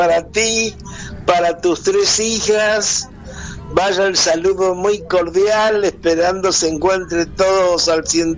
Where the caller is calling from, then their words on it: Santa Rosa, La Pampa, Argentina; Santa Rosa.